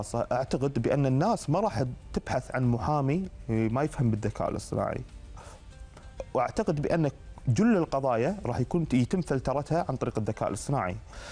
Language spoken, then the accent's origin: Arabic; Kuwait